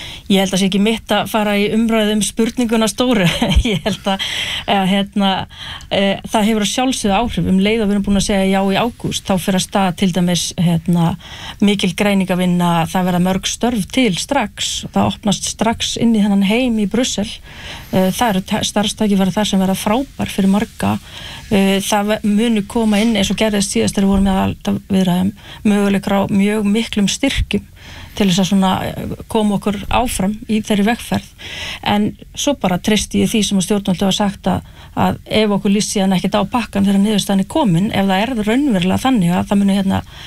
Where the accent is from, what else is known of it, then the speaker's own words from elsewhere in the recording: Hrísey, Northeastern Region, Iceland; ég bara ólst upp í Hrísu og horfði á sjávarútveginn þar hrynja